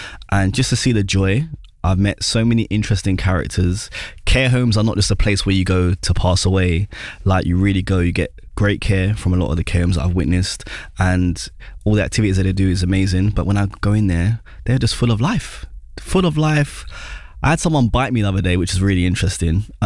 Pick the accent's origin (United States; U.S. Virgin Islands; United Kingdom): United Kingdom; London; North London, my hometown, Wood Green